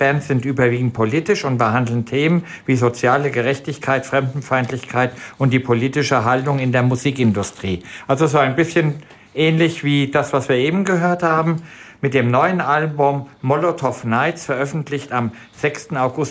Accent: Wiesbaden, Hesse, Germany; Die spielen in meiner Heimatstadt am 14. Oktober um 20 Uhr im Schlachthof Wiesbaden.

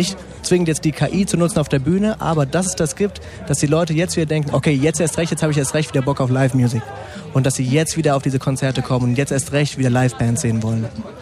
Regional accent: Ossenheim, Hesse, Germany; Und Jerry und ich sind sowieso, wir sind in Ossenheim groß geworden.

